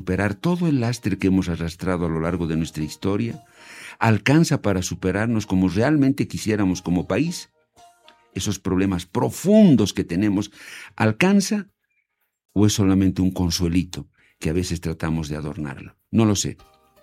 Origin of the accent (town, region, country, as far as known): Bolivia